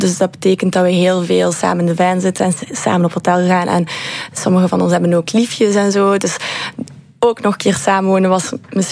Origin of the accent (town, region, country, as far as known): Ghent, East Flanders, Belgium